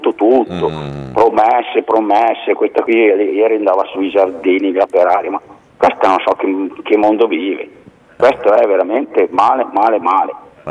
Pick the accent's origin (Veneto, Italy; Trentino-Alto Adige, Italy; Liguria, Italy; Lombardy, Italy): Lombardy, Italy; Pavia; Io sono venuto da Pavia